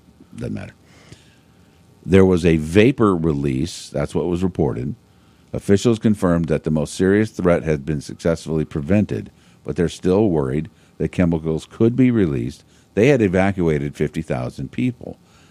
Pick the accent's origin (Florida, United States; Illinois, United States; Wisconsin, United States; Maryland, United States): Illinois, United States; Pekin; I grew up around A&W, Cranwell's A&W in Pekin, and it was my hometown.